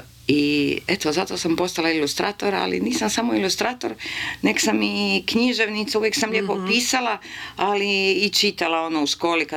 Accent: Zagreb, City of Zagreb, Croatia; Žao mi je jedino što je to Zagreb stradao u potresu, pa je to još vidljivo, ali volim, to je moj rodni grad, a naročito volim ovaj dio grada Preradovićevu.

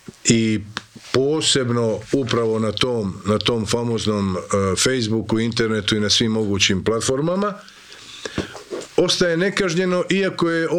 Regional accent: Imotski, Split-Dalmatia County, Croatia; Evo, recimo, ja sam mi iz Imotskog volimo reći da smo iz krajine.

